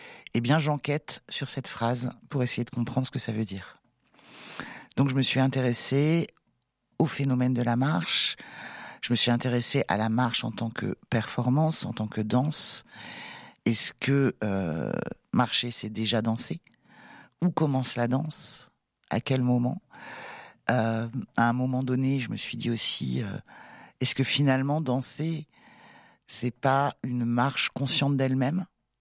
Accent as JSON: {"language": "French", "town": "Saint-Joachim", "region": "Pays de la Loire", "country": "France", "tie": "born or raised there", "also_born_or_lived": "Saint-Herblain, Nantes", "moved": "as an adult", "lives_now": "Ardèche, France", "said": "j'ai grandi à Nantes, Saint-Herblain, puis je suis partie en Brière, près de Saint-Nazaire. J'y suis resté jusqu'à mes 18 ans. Ensuite, j'ai bourlingué. Bref, à 33 ans, j'ai emménagé en Ardèche où j'ai poursuivi ma vie d'adulte."}